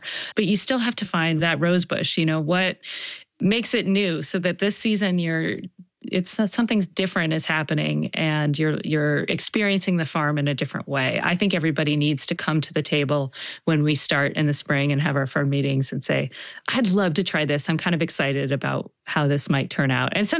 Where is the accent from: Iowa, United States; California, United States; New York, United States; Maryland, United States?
Maryland, United States; Baltimore; You know, I'm from Baltimore and it's like, oh gosh, who's that famous poet that's...